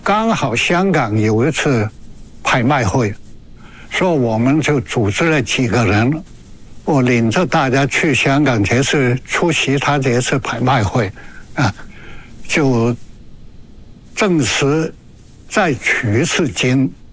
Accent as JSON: {"language": "Chinese", "town": "Shenzhen", "region": "Guangdong", "country": "China", "said": "但是作为深圳人来讲呢，"}